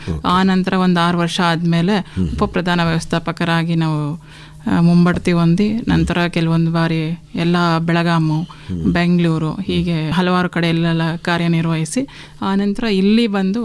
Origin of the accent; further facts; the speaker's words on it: Chintamani, Karnataka, India; moved away as an adult; now in Mysore, India; ನನ್ನ ಹುಟ್ಟೂರು ಬಂದು ಆ್ಯಕ್ಚುಲಿ ಚಿಂತಾಮಣಿ ತಾಲೂಕು ಸರ್. ನಾನು ಮದುವೆ ಆಗಿ ಕೊಟ್ಟಿರೋದೆಲ್ಲನೂ ಬೆಂಗಳೂರಲ್ಲಿ.